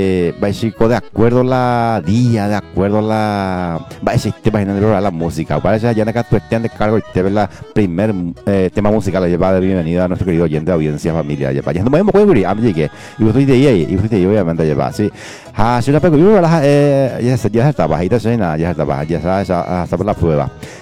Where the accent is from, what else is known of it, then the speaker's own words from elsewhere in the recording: Paraguay; como buen paraguayo, paraguaya que somos